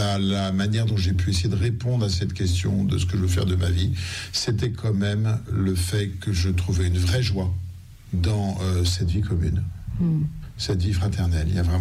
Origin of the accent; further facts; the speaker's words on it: Meudon, Île-de-France, France; born there; also born or lived in Paris; j'ai 58 ans, je suis né en 67, je suis né à Paris, 8e, j'ai beaucoup vécu à Meudon, entre Paris et Versailles.